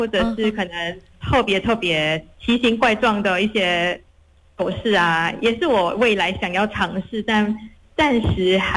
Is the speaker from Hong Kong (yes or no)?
no; Malaysia; 因为我真的是土生土长的就是马来西亚人嘛